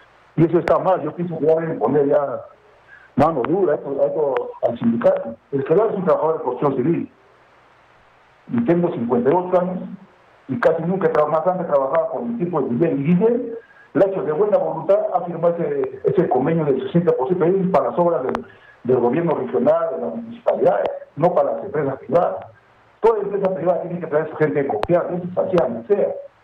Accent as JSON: {"language": "Spanish", "region": "Arequipa", "country": "Peru", "said": "cuando no es afiliado al sindicato y somos de Arequipa, simplemente no hay trabajo."}